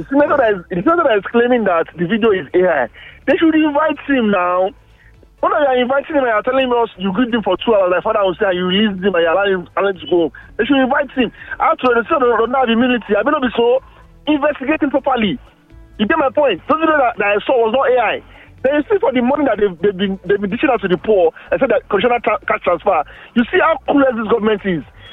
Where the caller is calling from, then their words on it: Nigeria; from Bagada this morning.